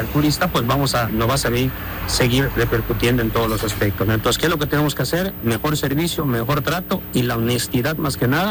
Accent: Cozumel, Quintana Roo, Mexico; me preguntó de dónde somos, porque vio mi INE y vio que decía pues que somos de Cozumel, ¿no?

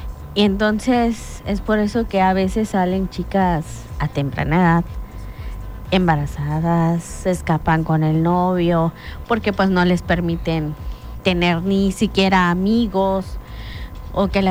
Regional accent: Cozumel, Quintana Roo, Mexico; moved away as an adult; ya cuando ya nos venimos a vivir para acá, para este lado, porque pues recuerden que somos de Cozumel

